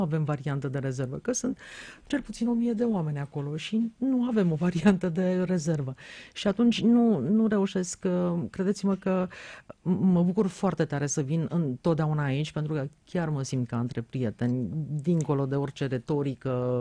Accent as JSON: {"language": "Romanian", "town": "Ploiești", "region": "Prahova", "country": "Romania", "said": "eu sunt din Ploiești sau cam așa"}